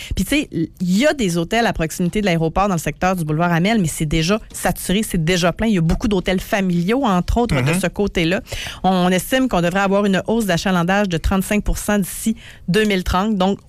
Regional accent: Saguenay, Quebec, Canada; On vient du Saguenay, là.

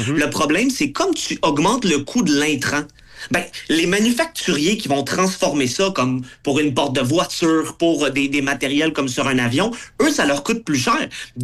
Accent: Quebec, Canada; Et c'est nous, en tant que Québécois, qui pourrions gagner.

